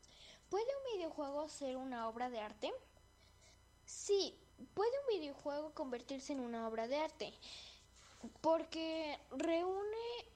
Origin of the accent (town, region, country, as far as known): Hidalgo, Mexico